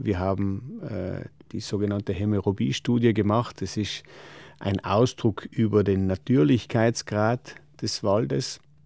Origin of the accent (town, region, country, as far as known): Trentino-Alto Adige, Italy